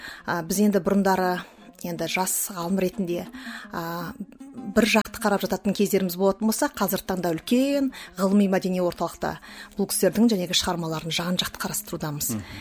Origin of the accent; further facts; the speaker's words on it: Semey, Abai Region, Kazakhstan; moved away as an adult; now in Almaty, Kazakhstan; Енді ол кезде жалпы мен өзім Шығыс Қазақстаннанмын, оның ішінде қазіргі таңдағы Абай облысы, мына Семей қаласынан.